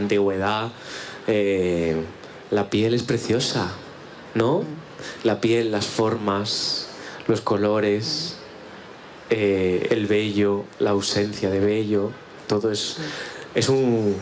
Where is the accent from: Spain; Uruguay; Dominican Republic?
Spain